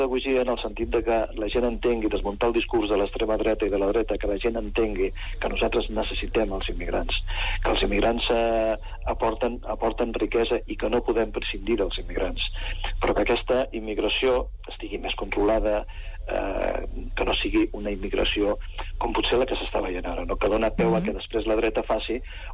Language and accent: Catalan; Barberà de la Conca, Catalonia, Spain; jo vinc de Barberà de la Conca, que és un municipi que té 426 habitants. És a dir, conec una mica la situació.